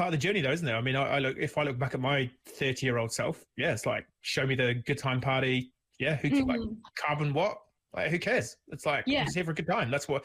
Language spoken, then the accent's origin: English; New Zealand; They were like, hey, New Zealand, is that down the road from New York? Like, where are you from?